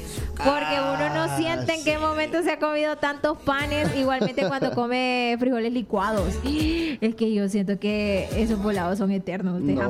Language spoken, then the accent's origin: Spanish; Santa Ana, El Salvador; es una de las cosas que nos caracterizan pues como santanecos y como salvadoreños.